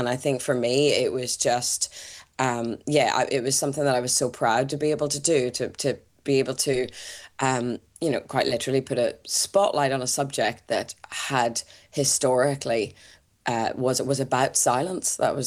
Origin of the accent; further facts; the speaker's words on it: Belfast, Northern Ireland, United Kingdom; moved away; around where I grew up near the Belfast Castle